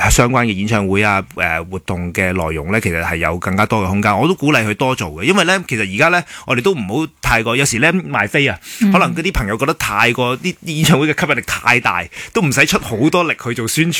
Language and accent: Cantonese; Hong Kong